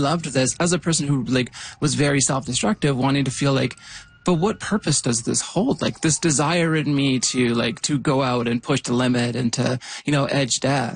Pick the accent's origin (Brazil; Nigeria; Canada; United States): Canada; Yukon; I grew up in the Yukon